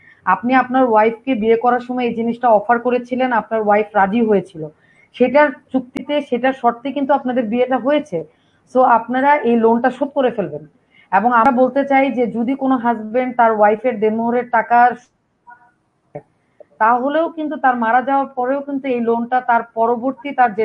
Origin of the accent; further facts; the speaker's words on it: Bangladesh; আমরা যখন যে সময়টাতে বাংলাদেশের প্রেক্ষাপটে বড় হয়েছি, আমি বলছি আসলে 80-এর দশকের কথা